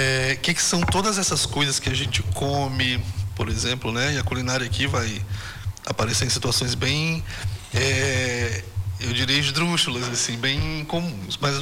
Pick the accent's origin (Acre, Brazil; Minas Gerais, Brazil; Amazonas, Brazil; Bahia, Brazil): Acre, Brazil; Xapuri; now in Rio Branco, Brazil; sou de Chapuri.